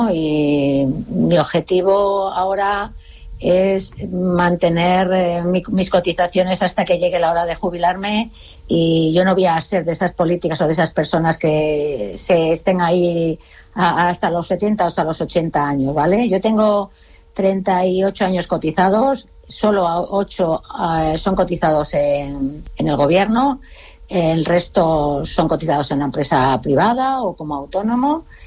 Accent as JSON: {"language": "Spanish", "region": "Basque Country", "country": "Spain", "tie": "born there", "also_born_or_lived": "Extremadura", "said": "le debo mucho también a mi tierra, porque si algo nos enseña Euskadi es que se ama mucho la tierra, ¿no? Y la pertenencia, y sobre todo los que pertenecemos a dos sitios, llegamos a querer de igual manera de dónde venimos y dónde nos hemos criado"}